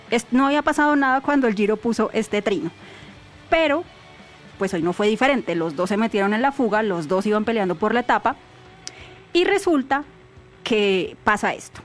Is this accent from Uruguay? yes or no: no; Colombia; eso nos alegra mucho también como colombianos